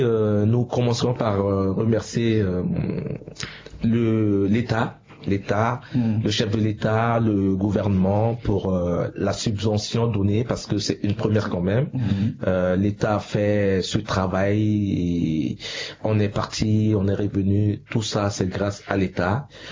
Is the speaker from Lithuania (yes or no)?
no; Central African Republic; On vient de la Centrafrique.